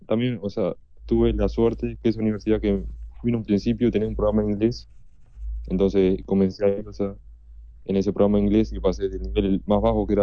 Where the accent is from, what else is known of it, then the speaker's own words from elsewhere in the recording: Rivera, Uruguay; also born or lived in United States; Sí, soy del norte de Uruguay.